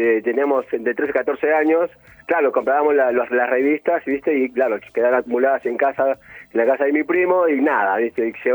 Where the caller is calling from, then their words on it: Buenos Aires, Argentina; Soy de Capital Federal, Monte Castro. Esas casualidades de la vida, a 10 cuadras de Mellino, de Ana.